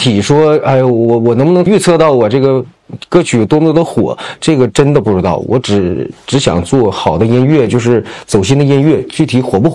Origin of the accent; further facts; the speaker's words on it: Northeast China, China; 我们东北人